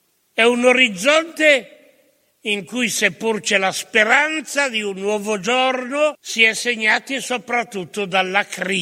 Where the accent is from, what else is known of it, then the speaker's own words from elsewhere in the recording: Asti, Piedmont, Italy; moved away; Asti è la mia terra, questo Monferrato che continuo sempre ad amare anche se non lo abito più.